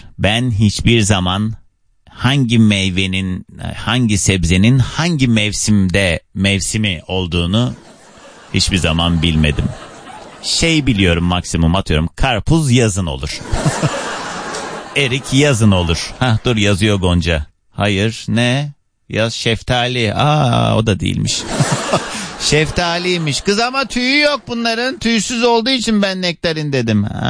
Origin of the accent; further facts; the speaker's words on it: Kars, Turkey; Karslıyım ben.